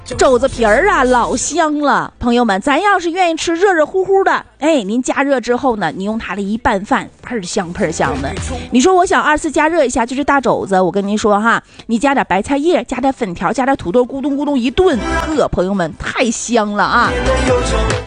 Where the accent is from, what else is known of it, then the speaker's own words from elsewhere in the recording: Northeast China, China; 我们东北人